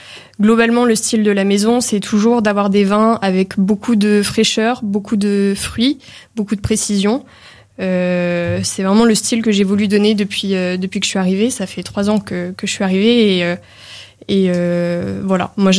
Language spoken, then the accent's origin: French; Bourgogne-Franche-Comté, France; étant bourguignon